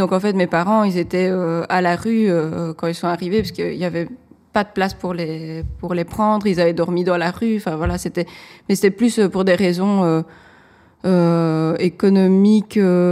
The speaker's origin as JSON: {"language": "French", "town": "Liège", "region": "Wallonia", "country": "Belgium", "tie": "born or raised there", "also_born_or_lived": "Reni, Ukraine", "said": "c'est la ville, même si je ne suis pas née à Liège, mais c'est la ville où j'ai grandi depuis que j'ai 3 ans. Donc c'est là où j'ai fait mes primaires, mes secondaires et toutes mes études."}